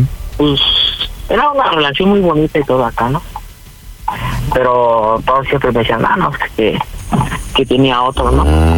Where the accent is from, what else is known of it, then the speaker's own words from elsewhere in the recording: Mexico City, Mexico; Tengo 17, de la Ciudad de México.